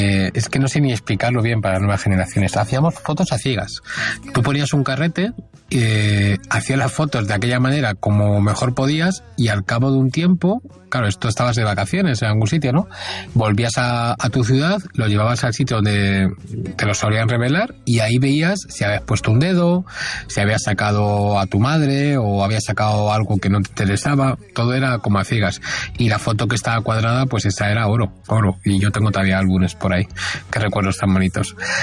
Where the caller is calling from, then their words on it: Madrid, Community of Madrid, Spain; Hola, buenas. … de Madrid.